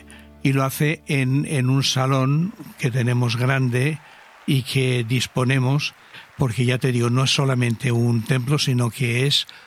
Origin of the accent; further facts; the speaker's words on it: Callosa d'en Sarrià, Valencian Community, Spain; yo le dije al obispo que como estaba mi madre aquí viuda en esta zona. Somos de Callosa de Sarria.